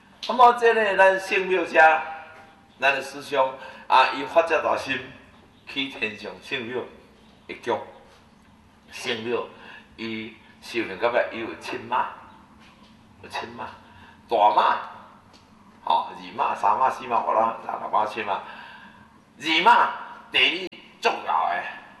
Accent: Taiwan; born there; 我们出生在我们在台湾

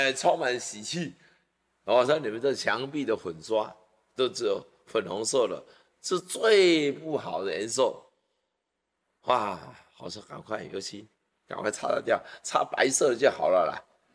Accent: Taiwan; 虐待我们台湾人，

